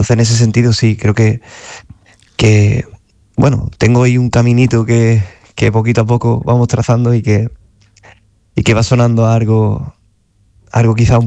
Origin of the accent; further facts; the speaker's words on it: Andalusia, Spain; Yo siendo andaluz